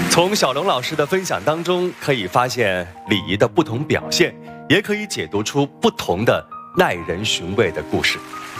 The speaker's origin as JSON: {"language": "Chinese", "country": "China"}